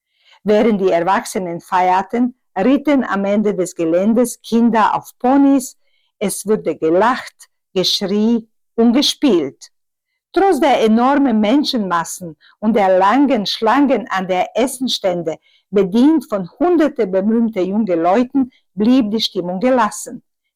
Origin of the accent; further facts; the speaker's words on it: Otok, Northern Bosnia, Bosnia & Herzegovina; German is a second language